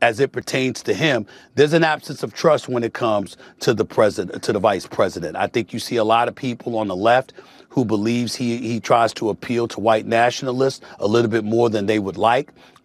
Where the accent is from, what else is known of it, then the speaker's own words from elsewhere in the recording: New York, United States; as a New Yorker